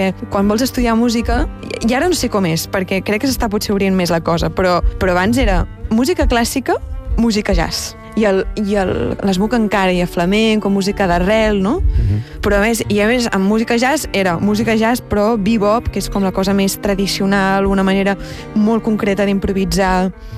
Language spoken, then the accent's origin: Catalan; Catalonia, Spain; com a catalans o com a gent que vivim a la Mediterrània o hem crescut a la Mediterrània